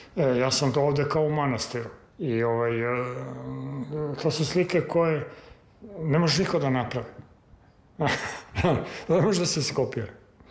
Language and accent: Serbian; Serbia; Karl May je za vreme okupacije ceo preveden kod nas u Srbiji.